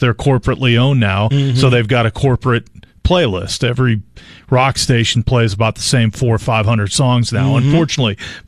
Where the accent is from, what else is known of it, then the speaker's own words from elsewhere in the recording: Illinois, United States; Where I grew up right near the Mississippi River on the Illinois side, St. Clair County, Illinois, and that's the county that borders the Mississippi on the east side of the river